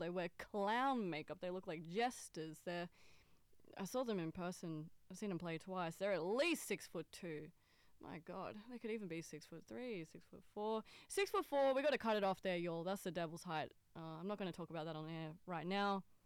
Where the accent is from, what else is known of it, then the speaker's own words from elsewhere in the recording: Newcastle, New South Wales, Australia; my hometown, Newcastle, New South Wales, Australia.